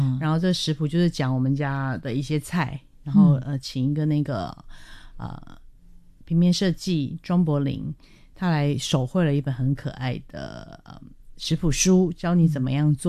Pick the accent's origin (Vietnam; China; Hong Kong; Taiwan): Taiwan; also born or lived in Myanmar; 我其实是缅甸出生的华人，然后我2岁的时候来到台湾，然后家人也陆续过来，然后我们家人有缅甸的、泰国的都有。